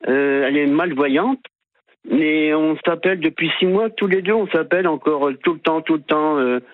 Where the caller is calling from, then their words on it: Le Tréport, Normandy, France; moi, j'habite au Tréport, et j'ai pas de voiture.